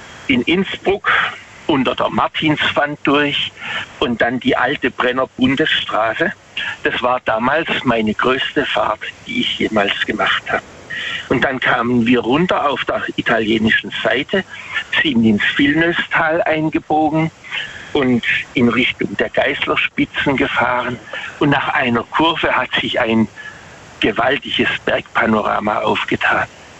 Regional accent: Waghäusel, Baden-Württemberg, Germany; Also ich komme aus Waghäusel.

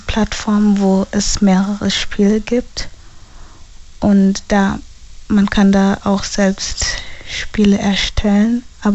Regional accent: Landau, Rhineland-Palatinate, Germany

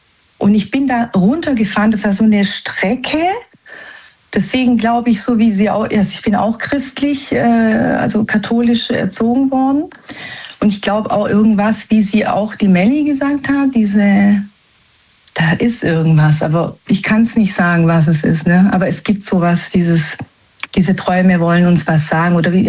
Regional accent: Naples, Campania, Italy; Also wir sind Frankreich-Fan, aber wir sind eigentlich Italiener, also aus Neapel, wir stammen aus Neapel.

